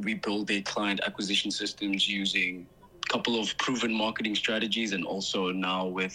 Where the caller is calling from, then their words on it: South Africa; I am the founder of Faku Consulting. I'm from South Africa.